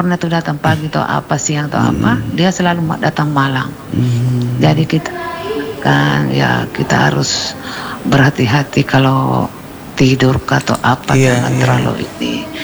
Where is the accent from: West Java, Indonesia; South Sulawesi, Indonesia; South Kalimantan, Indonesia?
South Sulawesi, Indonesia; Maros; born there; also born or lived in Pangkep; Paling parah memang di kampungku di Maros juga.